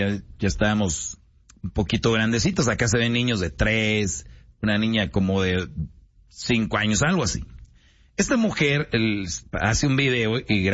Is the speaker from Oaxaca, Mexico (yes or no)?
no; Monterrey, Nuevo León, Mexico; yo de niño en Monterrey sí jugábamos con eso, pero era nosotros iniciativa.